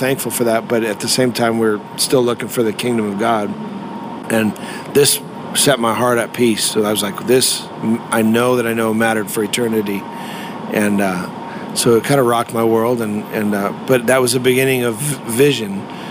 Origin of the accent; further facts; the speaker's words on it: Canada; And I didn't even know what it was as a Canadian boy.